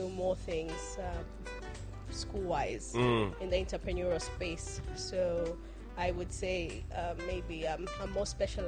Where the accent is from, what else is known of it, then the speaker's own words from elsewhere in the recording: Kitwe, Copperbelt, Zambia; moved away as an adult; also born or lived in Lusaka; now in Kabwe, Zambia; I grew up in Kitwe. I was born and raised in Kitwe.